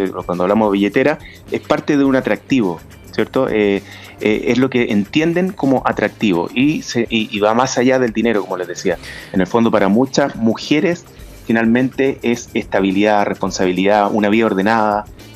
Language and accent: Spanish; Chile; nosotros los chilenos